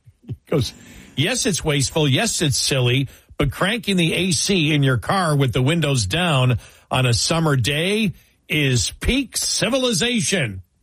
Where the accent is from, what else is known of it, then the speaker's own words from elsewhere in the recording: Buffalo, New York, United States; I think I said this last week, but the weirdest thing is growing up in Buffalo and living here now.